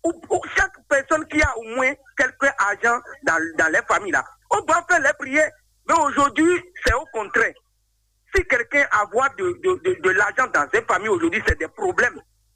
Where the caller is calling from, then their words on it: Guinea; Je vous appelle depuis Guinée.